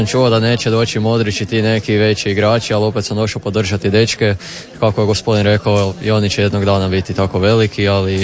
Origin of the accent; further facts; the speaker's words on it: Gornja Stubica, Krapina-Zagorje County, Croatia; Ne, ja sam iz Gornje Stubice.